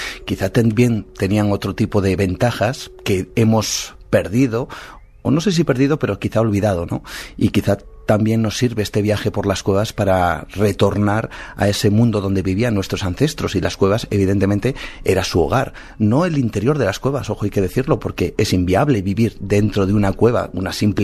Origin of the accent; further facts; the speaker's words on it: Cantabria, Spain; born there; also born or lived in Germany; Soy cántabro. Mi madre es de Córdoba, mi padre es de Cantabria. Yo nací en Alemania por circunstancias azares no míos, sino de mis padres, evidentemente. Mm. Y nací allí. Estuve allí unos cuantos años y luego ya nos venimos para Cantabria.